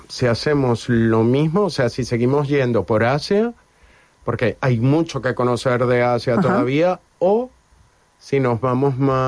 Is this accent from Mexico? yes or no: no; Venezuela; moved away as an adult; now in A Coruña, Spain; yo soy de Venezuela, al igual que Eloy. Somos amigos desde niños. Y nos vinimos a España de vacaciones hace 26 años.